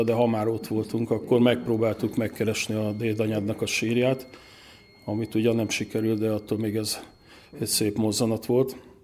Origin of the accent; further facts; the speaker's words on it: Hungary; mi nem vesszük sok esetben elég komolyan azt, hogy magyarok vagyunk